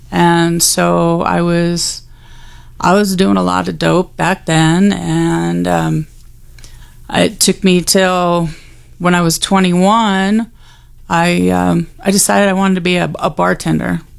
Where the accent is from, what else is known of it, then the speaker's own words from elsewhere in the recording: Colorado, United States; born there; also born or lived in Wisconsin; we moved from Wisconsin to Colorado.